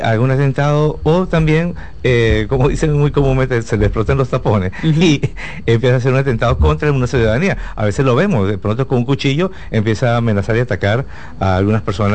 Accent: Dominican Republic; vengo de República Dominicana

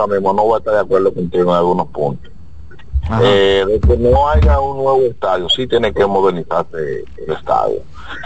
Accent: Dominican Republic; nosotros como dominicanos

